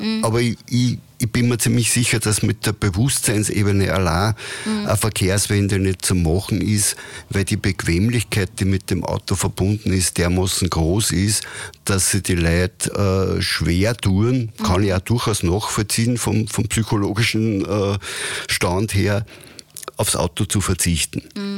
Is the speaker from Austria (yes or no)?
yes; Linz, Upper Austria, Austria; als Linzer